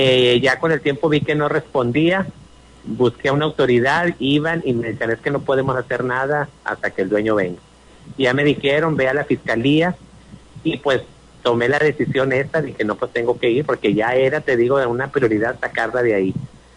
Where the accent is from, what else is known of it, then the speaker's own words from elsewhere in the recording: Agujita, Coahuila, Mexico; como nos conocemos, somos aquí de Agujita.